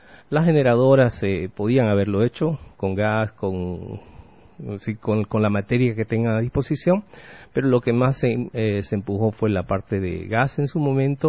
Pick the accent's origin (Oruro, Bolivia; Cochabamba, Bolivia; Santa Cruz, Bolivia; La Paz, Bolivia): Santa Cruz, Bolivia; como sociedad y como cruceño